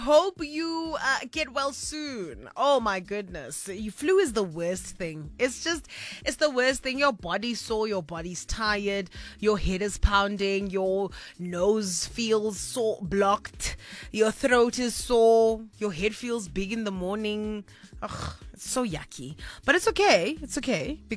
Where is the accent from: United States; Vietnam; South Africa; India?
South Africa; Kimberley, Northern Cape; We've got a message coming through from Tony all the way out in Kimberley, which is my hometown.